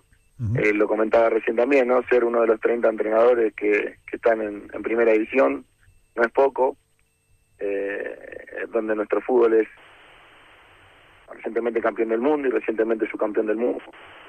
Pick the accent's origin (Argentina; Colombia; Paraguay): Argentina; porque es algo que tenemos nosotros como argentinos